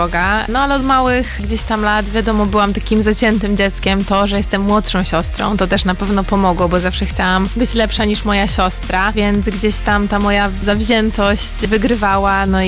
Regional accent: Iława, Warmian-Masurian Voivodeship, Poland; tu gdzie rozmawiamy właśnie w Iławie. Pochodzę z tego miejsca, także w sumie miałam super dostęp do najdłuższego jeziora w Polsce.

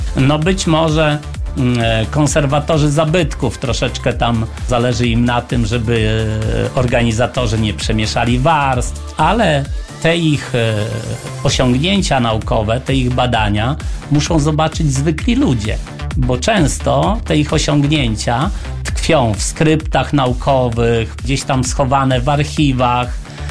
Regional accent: Stare Juchy, Warmian-Masurian Voivodeship, Poland; Stąd też pomysł organizacji w mojej rodzinnej miejscowości Stare Juchy oblężenia Grodu Jaćwieskiego.

